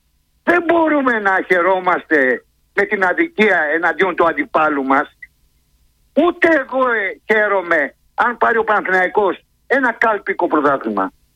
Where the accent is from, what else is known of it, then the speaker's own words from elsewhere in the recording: Kypseli, Attica, Greece; Εγώ θέλω να μιλήσω ευγενικά. … και είμαι από την Κυψέλη.